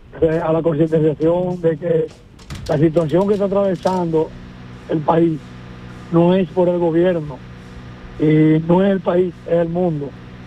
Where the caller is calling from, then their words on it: Dominican Republic; como dominicano y ya una persona de edad